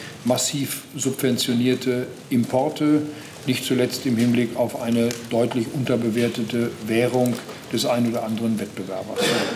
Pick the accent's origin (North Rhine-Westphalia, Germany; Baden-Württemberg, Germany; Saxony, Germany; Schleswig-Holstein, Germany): North Rhine-Westphalia, Germany; Ich komme aus dem Land Nordrhein-Westfalen.